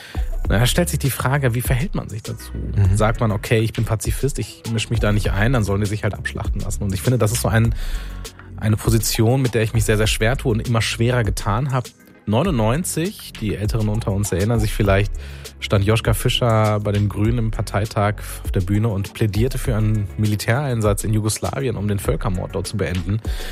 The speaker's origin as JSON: {"language": "German", "town": "Wuppertal", "region": "North Rhine-Westphalia", "country": "Germany", "tie": "born or raised there", "said": "ich bin in Wuppertal aufgewachsen, 13 Kilometer vom Wohnhaus der Familie Gensch entfernt"}